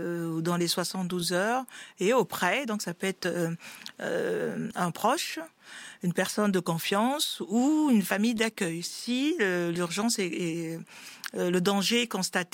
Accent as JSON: {"language": "French", "country": "France", "tie": "born there", "said": "Je suis née en France"}